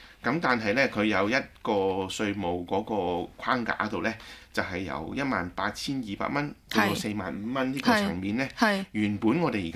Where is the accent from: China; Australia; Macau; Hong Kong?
Australia; 咁所以呢個就作為澳洲人可能都係有啲自豪啩